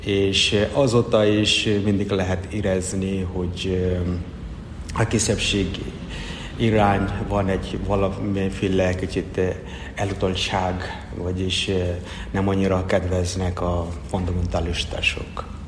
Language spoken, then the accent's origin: Hungarian; India; Hungarian is a second language; now in Hungary; Indiából származom. Elmúlt 14 éve, hogy itt vagyok Magyarországon.